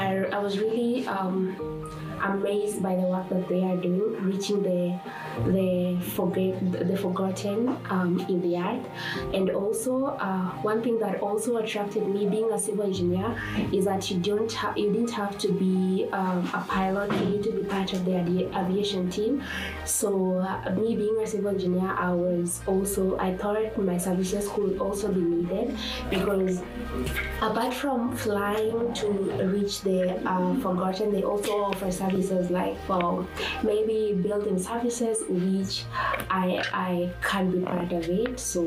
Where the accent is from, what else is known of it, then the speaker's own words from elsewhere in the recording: Kenya; now in Uganda; I'm from Kenya, Africa, and currently I'm in Uganda.